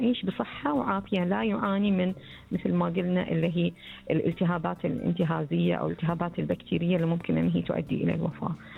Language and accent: Arabic; Bahrain; إجراء الفحص يتم عندنا في البحرين